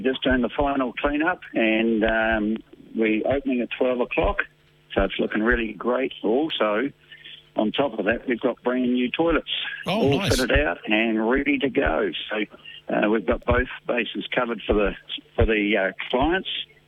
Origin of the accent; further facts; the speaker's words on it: Canterbury, New Zealand; Well, I'm from Canterbury